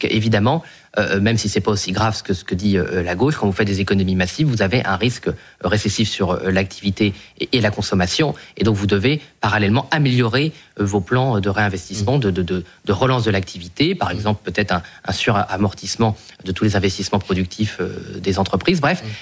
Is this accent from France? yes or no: yes; Boulogne-sur-Mer, Hauts-de-France, France; born there; Moi, je suis né à Boulogne-sur-Mer, bon, c'est les voisins, les Pays-Bas